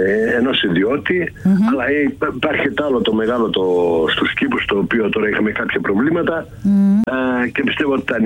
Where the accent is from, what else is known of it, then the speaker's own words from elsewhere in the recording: Skamneli, Epirus, Greece; το χωριό μου, το Σκαμνέλ.